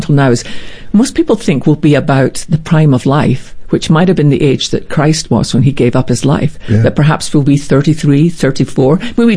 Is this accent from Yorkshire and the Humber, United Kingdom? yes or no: no; Scotland, United Kingdom; And I tell him this story of when I was growing up in Scotland in our little church, I loved our Tuesday night prayer meeting.